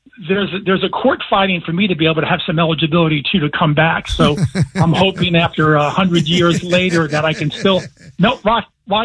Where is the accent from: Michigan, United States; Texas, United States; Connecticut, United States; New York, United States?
New York, United States; New York City; moved away; I grew up in New York City. I grew up in Jamaica, Queens, New York, right?